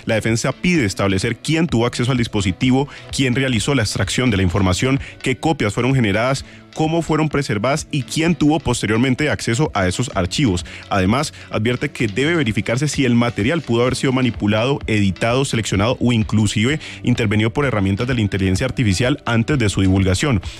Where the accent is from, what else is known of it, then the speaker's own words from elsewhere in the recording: Colombia; ¿No soy un colombiano que no toma café.